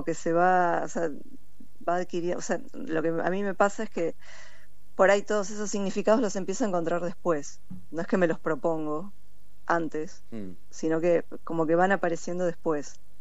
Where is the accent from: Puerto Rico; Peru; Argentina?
Argentina; La Plata, Buenos Aires Province; born there; yo soy nací acá en La Plata.